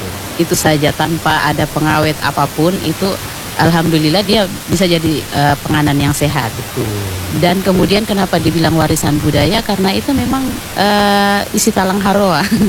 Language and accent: Indonesian; Latompe, Indonesia; born there; Jadi Latompe itu adalah desa kelahiran saya.